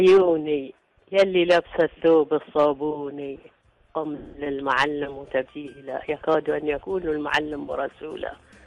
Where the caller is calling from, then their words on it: Bahrain; احنا عندنا في البحرين